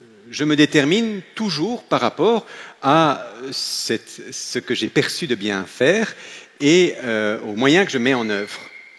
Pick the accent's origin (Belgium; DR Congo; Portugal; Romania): Belgium; Je suis un Belge, je suis désolé, je ne suis pas un Français.